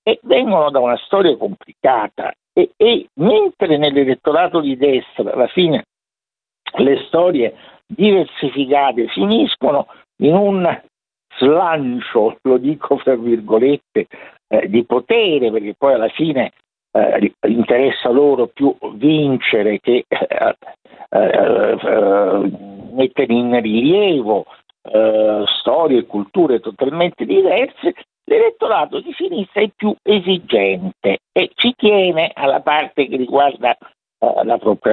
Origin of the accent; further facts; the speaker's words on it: Rome, Lazio, Italy; Oddio, romano non è un... io sono romano, non è un termine dispregiativo